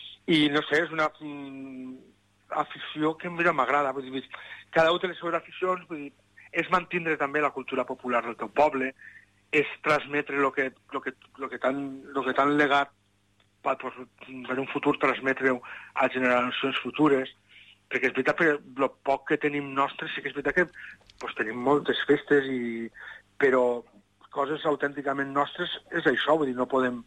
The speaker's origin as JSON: {"language": "Catalan", "region": "Valencian Community", "country": "Spain", "said": "Vam tenir la sort, nosaltres som del País Valencià, vull dir, no entraríem dins de..."}